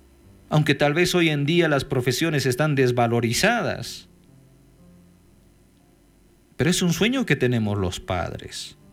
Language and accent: Spanish; Bolivia; Esta es una herida que nos duele a todos como bolivianas y bolivianos.